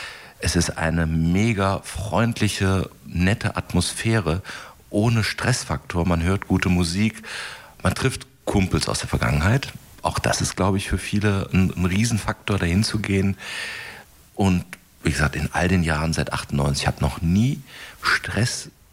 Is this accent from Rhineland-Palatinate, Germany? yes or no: no; Neuss, North Rhine-Westphalia, Germany; Neuss ist meine Heimatstadt.